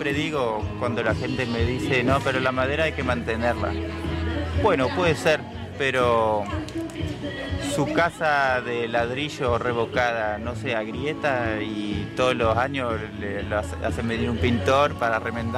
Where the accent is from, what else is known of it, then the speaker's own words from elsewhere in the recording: France; Yo que vengo de Francia, vemos construcciones en pie todavía, hechas de madera y barro, que tienen siglos y siglos.